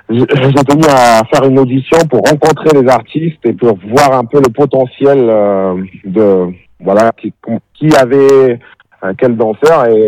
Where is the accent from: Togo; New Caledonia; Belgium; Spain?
New Caledonia; Nouméa, South Province; moved away as an adult; now in Switzerland; J'ai grandi à Ducos, à Marconi plus précisément.